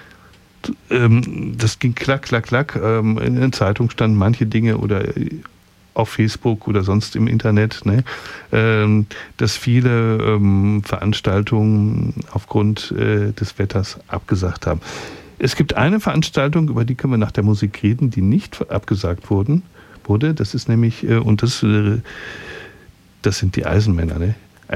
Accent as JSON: {"language": "German", "region": "North Rhine-Westphalia", "country": "Germany", "said": "Also wir kommen ja aus dem Ruhrpott"}